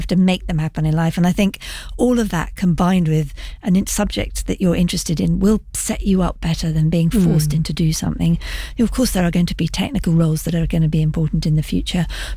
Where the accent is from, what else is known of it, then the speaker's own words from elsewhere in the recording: London, United Kingdom; I'm a Londoner through and through. I care about this city